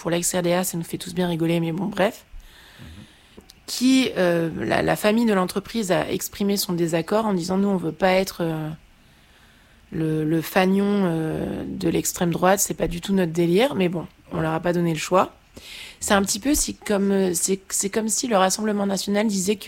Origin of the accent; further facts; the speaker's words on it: Caen, Normandy, France; moi je viens de Caen en fait.